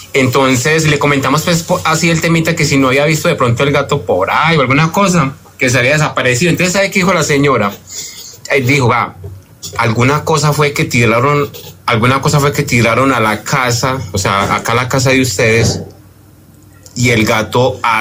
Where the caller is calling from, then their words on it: Medellín, Antioquia, Colombia; Mano, yo soy de Colombia.